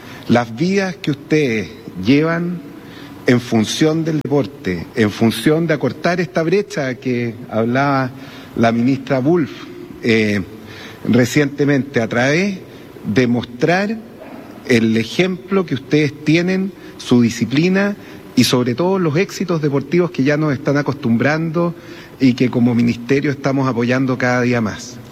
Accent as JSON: {"language": "Spanish", "country": "Chile", "said": "acá voy a hablar como ministro del deporte, como hombre del deporte, pero sobre todo como chileno."}